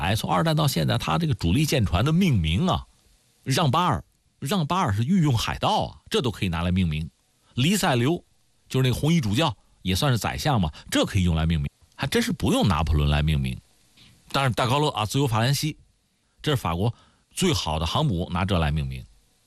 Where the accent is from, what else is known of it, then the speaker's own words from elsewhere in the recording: China; 说起来你比如说那我们中国人啊，